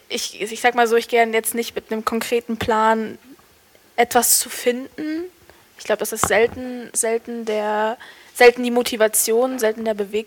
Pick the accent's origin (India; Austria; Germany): Germany; Cottbus, Brandenburg; wenn man jetzt Cottbus guckt, kenne ich natürlich die ganzen Orte in- und auswendig und das ist meine Heimat